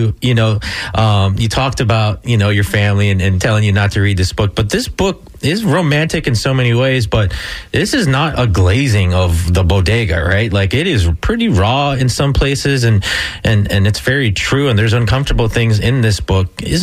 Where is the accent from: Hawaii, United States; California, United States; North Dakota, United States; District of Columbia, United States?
Hawaii, United States; born there; Yeah, so I'm Filipino. Okay. My parents are from the Philippines, so I was born in Hawaii.